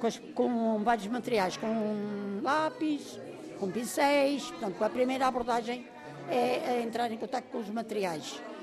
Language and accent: Portuguese; Póvoa da Atalaia, Centro, Portugal; moved away as an adult; also born or lived in Lisbon area; Sou natural da Póvoa da Atalaia, sim.